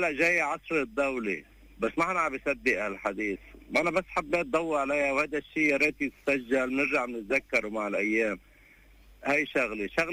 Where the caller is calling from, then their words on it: Beirut, Beirut Governorate, Lebanon; من بيروت.